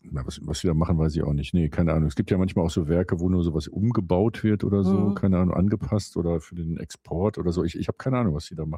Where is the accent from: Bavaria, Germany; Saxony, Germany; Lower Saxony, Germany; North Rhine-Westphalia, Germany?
North Rhine-Westphalia, Germany; Cologne; Mein Gott, und worauf wird man dann angesprochen als Kölner?